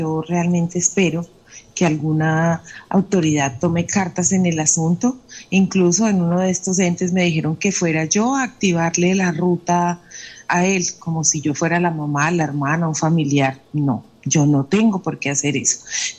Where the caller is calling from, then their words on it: Colombia; como una colombiana de bien que soy.